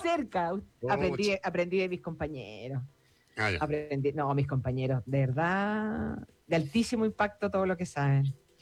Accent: Chile; nosotros somos chilenos

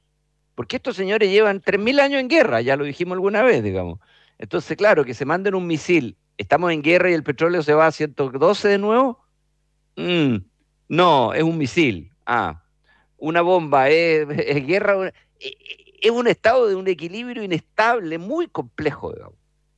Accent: Chile; una cosa que es importante entender es que el precio que nosotros como chilenos pagamos es una mezcla entre el precio del petróleo y el valor de la divisa

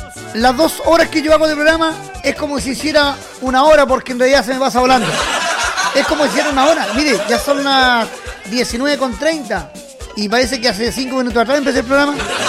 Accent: Constitución, Maule, Chile; quiero saludar a unos amigos de mi tierra, de Niribilo, Constitución

